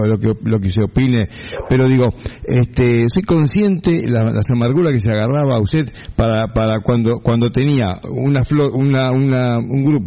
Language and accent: Spanish; Punta Alta, Buenos Aires Province, Argentina; hace 74 años nací en Punta Alta y acá me quiero morir